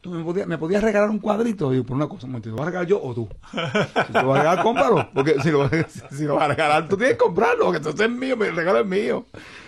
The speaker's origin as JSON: {"language": "Spanish", "country": "Puerto Rico", "also_born_or_lived": "Cidra / Quebradillas", "said": "Yo soy de Sidra, soy sidreño, soy quebradillano, soy puertorriqueño de Puerto Rico."}